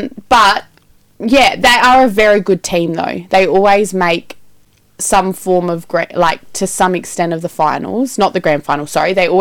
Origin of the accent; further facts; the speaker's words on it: Adelaide, South Australia, Australia; And we are really nice from Adelaide.